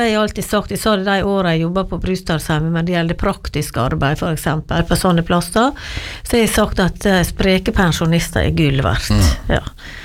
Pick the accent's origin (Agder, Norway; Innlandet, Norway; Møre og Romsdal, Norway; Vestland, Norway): Møre og Romsdal, Norway; Giske; jeg vokste opp på Giske da, selv om jeg var nesten 8 år før jeg kom dit.